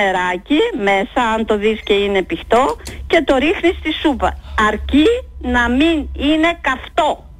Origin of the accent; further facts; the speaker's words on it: Amyntaio, Western Macedonia, Greece; moved away; εγώ κατάγομαι από το Αμίνδεο